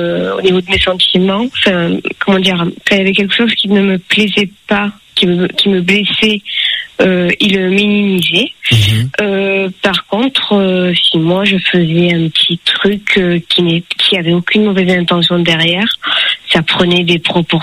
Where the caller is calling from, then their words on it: Vaison-la-Romaine, Provence-Alpes-Côte d'Azur, France; Et je vis à Vaison-la-Romaine, dans le Vaucluse.